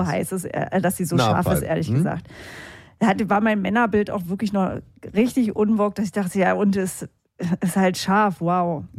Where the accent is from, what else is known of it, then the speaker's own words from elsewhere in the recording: East Germany, Germany; Nee, bei uns hatte man Schluckauf.